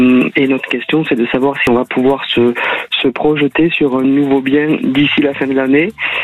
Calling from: Occitanie, France; Je vous appelle du Tarn-et-Garonne.

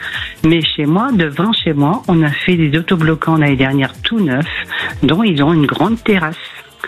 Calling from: Hauts-de-France, France; Dans la Somme.

